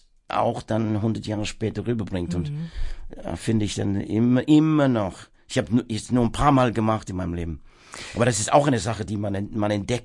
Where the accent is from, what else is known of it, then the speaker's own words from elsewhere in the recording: Worcester, West Midlands, United Kingdom; German is a second language; Keine Ahnung, ich bin natürlich in Worcester aufgewachsen. Ich meine, der Elgar war irgendwie, da ist der Geburtsort von ihm.